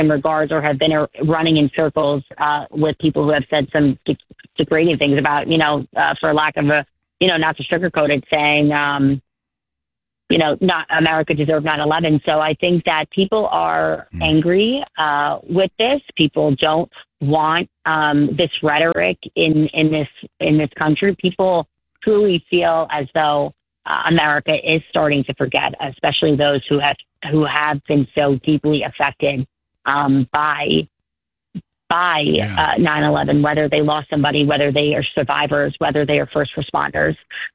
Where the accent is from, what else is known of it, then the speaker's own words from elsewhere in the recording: New York City, New York, United States; I'm immensely proud to be a New Yorker and an American.